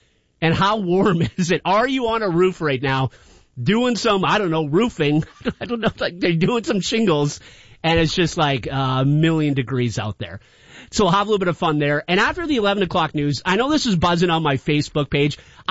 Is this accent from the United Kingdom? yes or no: no; Canada; We're Canadian